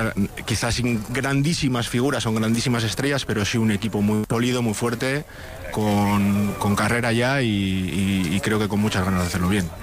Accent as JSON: {"language": "Spanish", "town": "Bilbao", "region": "Basque Country", "country": "Spain", "moved": "as an adult", "lives_now": "Chattanooga, United States"}